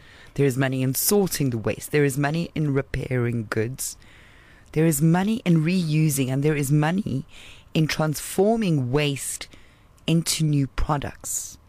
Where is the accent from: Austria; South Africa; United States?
South Africa; as a South African, we certainly have no shortage of problems to solve.